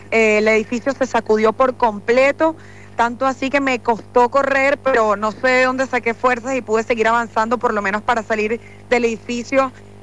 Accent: Caracas, Capital District, Venezuela; Actualmente estoy abajo en La Guaira prestando apoyo. Yo soy de Caracas, de la capital.

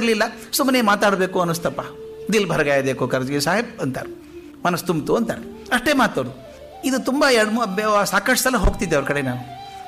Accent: South India, India; ನಾನು ದಕ್ಷಿಣದವನು

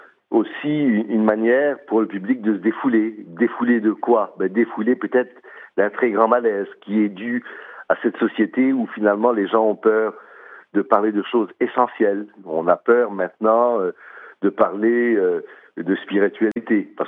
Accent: Quebec, Canada; chez nous au Québec

